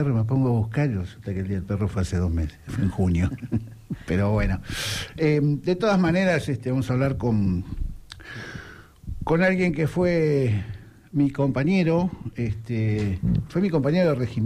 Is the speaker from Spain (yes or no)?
no; Argentina